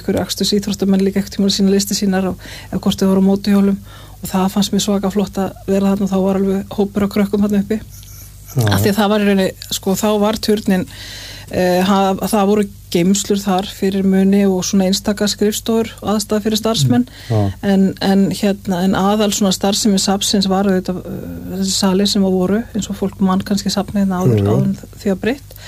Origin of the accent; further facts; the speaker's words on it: Reykjavík, Capital Region, Iceland; Já, ég ólst upp í Vesturbænum